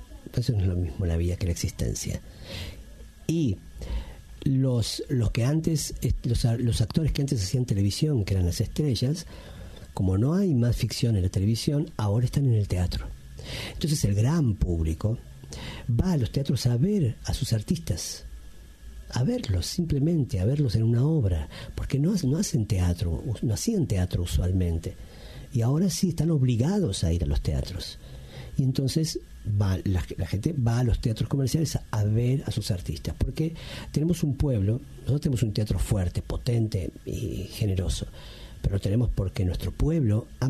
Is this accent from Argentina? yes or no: yes; Argentina; mientras en mi casa me criaba en la cultura andina, porque yo soy argentino, mis padres son bolivianos